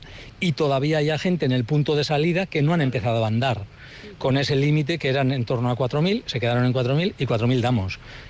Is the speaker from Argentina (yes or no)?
no; Muskiz, Basque Country, Spain; yo soy de Muskis y tenemos la bajada de antorchas.